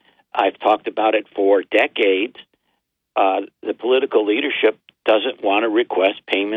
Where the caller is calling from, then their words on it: Binghamton, New York, United States; from Binghamton.